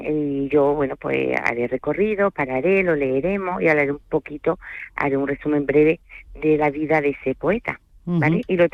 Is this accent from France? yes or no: yes; France; Porque soy francés, aunque no se me note, todo el mundo me lo dice.